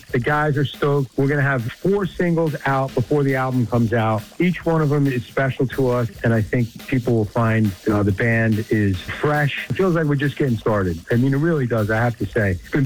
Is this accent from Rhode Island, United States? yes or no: no; New York City, New York, United States; we played in my hometown, New York City.